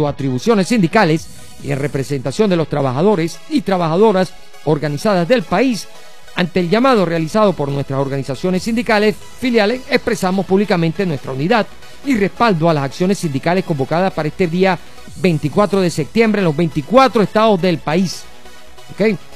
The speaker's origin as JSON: {"language": "Spanish", "town": "Caracas", "region": "Capital District", "country": "Venezuela", "tie": "born or raised there", "said": "Yo me crié allá en la Florida, en San Bernardino. Viví primero en San Bernardino, después en la Florida, por la iglesia Chiquiquirá, por ahí."}